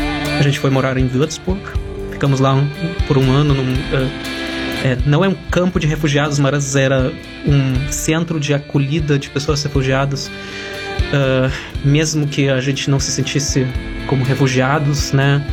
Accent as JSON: {"language": "Portuguese", "region": "Transnistria", "country": "Moldova", "tie": "born there", "second_language": "Portuguese", "said": "eu não nasci na Alemanha. Eu nasci em 1990 na Moldávia, naquela época ainda a União Soviética, ou seja, na República Livre Soviética da Moldávia, numa região que hoje em dia se conhece como a Transnistria"}